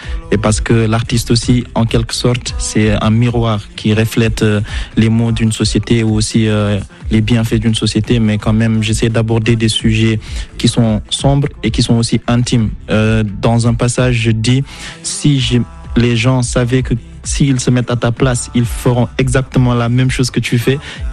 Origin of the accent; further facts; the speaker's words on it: Nouadhibou, Dakhlet Nouadhibou, Mauritania; C'est-à-dire que nous, on était un peu sous-estimés parce qu'on vient de Nouadhibou, parce qu'on n'est pas de la capitale.